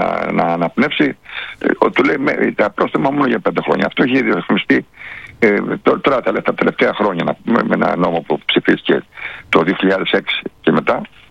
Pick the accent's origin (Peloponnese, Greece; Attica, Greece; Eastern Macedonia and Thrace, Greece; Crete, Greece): Crete, Greece; Chania; στα Χανιά, στην πατρίδα μου, που λέω τώρα εγώ.